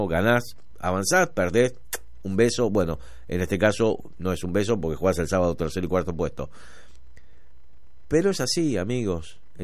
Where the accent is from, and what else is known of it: Argentina